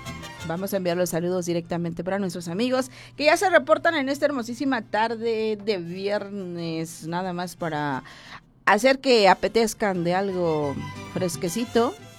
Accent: Oaxaca, Mexico; Somos del estado de Oaxaca, sí, amigo.

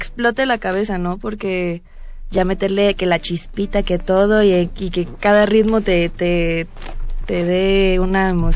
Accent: Mexico; nosotros como mexicanos

